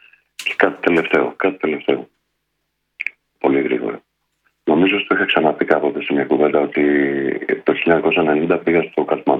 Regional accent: Hamburg, Germany; μεγάλωσα στο Αμβούργο και 1990 μέχρι το 2001 περίπου.

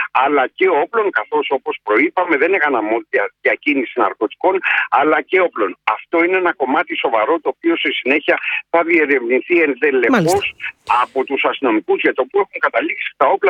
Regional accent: Western Greece, Greece; στην πατρίδα μου, στην Αχαΐα

